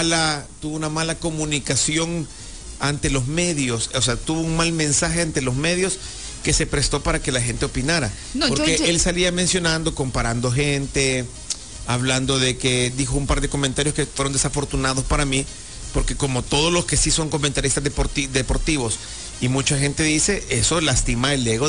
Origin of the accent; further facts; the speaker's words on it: El Salvador; porque si como salvadoreño puedo opinar.